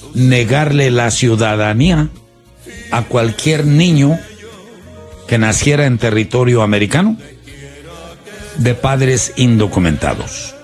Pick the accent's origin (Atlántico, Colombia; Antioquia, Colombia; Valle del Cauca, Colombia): Antioquia, Colombia; Medellín; now in United States; mi pueblo, la ciudad de Medellín, son entre las 10 mejores ciudades para vivir